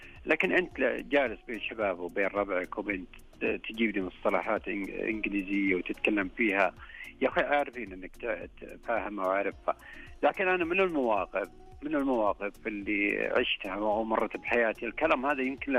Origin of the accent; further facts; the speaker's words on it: Saudi Arabia; يعني حنا قرويين صراحة، جينا من ديرتنا جايين للرياض ودخلنا أحد الأسواق